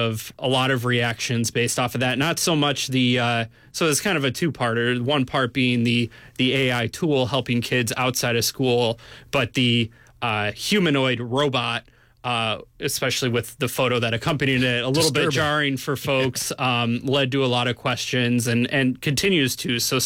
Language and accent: English; Lancaster, Pennsylvania, United States; Yeah, my hometown keeps popping up.